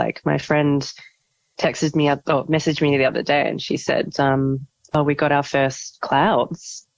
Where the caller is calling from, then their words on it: Melbourne, Victoria, Australia; also born or lived in Darwin; So you've caught me while I'm in Melbourne, but ordinarily I live in Fiji. So I've been living there since last year. So I was living in Darwin for 5.5 years and then I relocated to Fiji last year